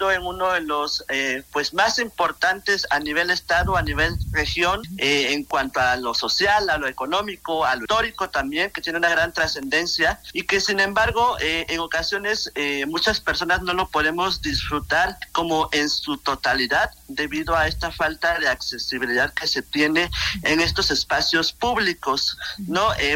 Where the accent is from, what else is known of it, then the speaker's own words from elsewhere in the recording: Oaxaca, Mexico; nos llena de orgullo como oaxaqueños